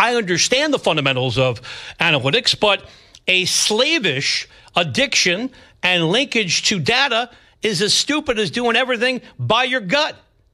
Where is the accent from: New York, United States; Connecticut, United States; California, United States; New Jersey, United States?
New York, United States; I'm from New York